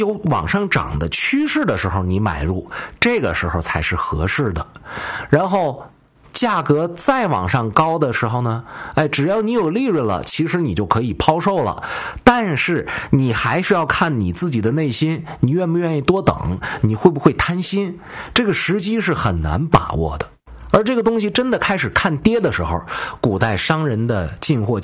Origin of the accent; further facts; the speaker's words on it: China; 我们中国人